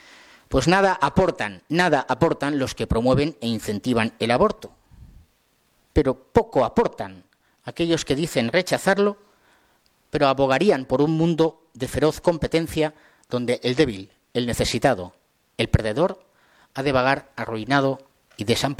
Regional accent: Spain

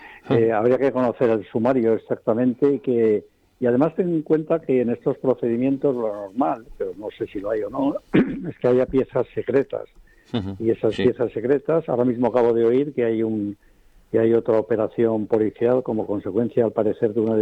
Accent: Spain; pero eso verlo en mi país de otra forma es que me impresiona

